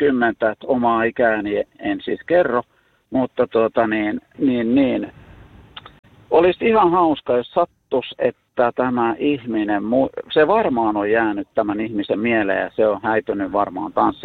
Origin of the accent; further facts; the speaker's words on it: South Ostrobothnia, Finland; moved away; Mä oon Etelä-Pohjanmaalta kotoisin.